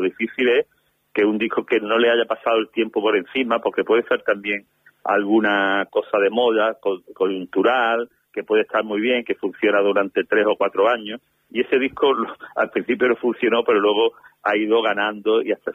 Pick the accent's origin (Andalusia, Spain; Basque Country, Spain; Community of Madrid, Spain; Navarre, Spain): Andalusia, Spain; Málaga; born there; con relaciones que han tenido con Málaga, mi ciudad natal, y Linares.